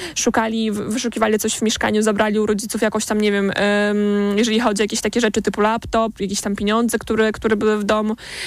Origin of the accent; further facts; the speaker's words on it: Belarus; moved away as an adult; now in Poland; ja jestem z Białorusi, mam 2,5 godziny.